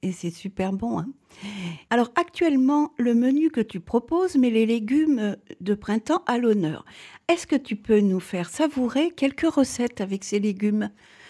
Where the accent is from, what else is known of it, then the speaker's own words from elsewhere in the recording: Auvergne-Rhône-Alpes, France; born there; moi, je suis née dans la Drôme des Collines, hein, je connais bien la flore de cette région.